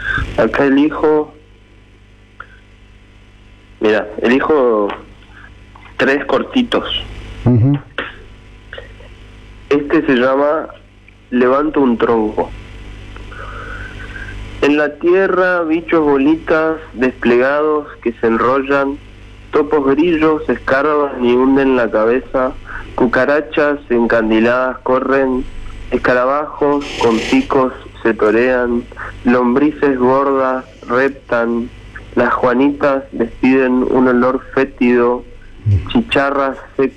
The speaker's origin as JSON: {"language": "Spanish", "region": "Chaco", "country": "Argentina", "tie": "born or raised there", "said": "Sí, tiene mucho de eso, tiene mucho de lo que yo viví. Para mí el Chaco está lleno de literatura, entonces intento transmitir algo de eso."}